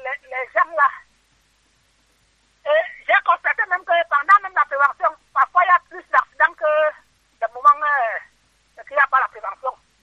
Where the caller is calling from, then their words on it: Manassa, Cameroon; Je vais bien, je suis à Manassa.